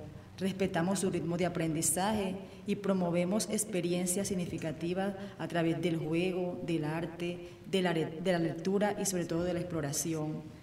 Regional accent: San Juan del Cesar, La Guajira, Colombia; A mi pueblo sanjuanero

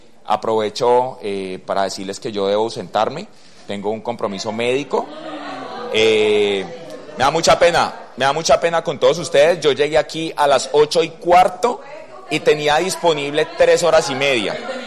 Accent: Buenaventura, Valle del Cauca, Colombia; Soy de Buenaventura y me duele Buenaventura.

